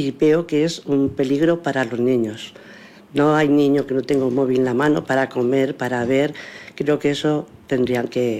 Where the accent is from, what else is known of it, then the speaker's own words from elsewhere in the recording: Motilla del Palancar, Castilla-La Mancha, Spain; born there; also born or lived in Cuenca; cuando era pequeña era en Cuenca, aquí cuando estábamos aquí en Motilla